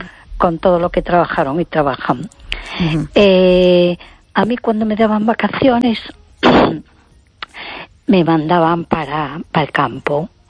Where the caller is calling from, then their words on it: A Coruña, Galicia, Spain; de Coruña.